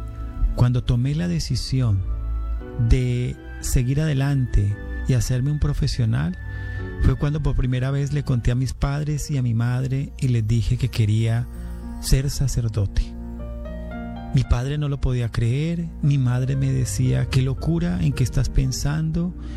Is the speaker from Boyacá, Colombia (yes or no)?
no; Cali, Valle del Cauca, Colombia; born there; Nací en Cali Valle, Colombia, hijo de una adolescente de 14 años, mi madre, y un adolescente de 19 años, mi padre. Ellos oriundos de un departamento